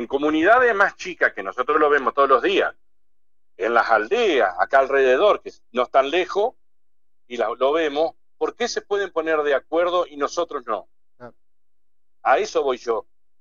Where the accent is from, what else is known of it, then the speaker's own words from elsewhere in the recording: Diamante, Entre Ríos, Argentina; born there; Yo nací acá en Diamante y siempre decía, me quiero morir acá, pero hoy la estoy pensando a mis 53 años de irme de Diamante.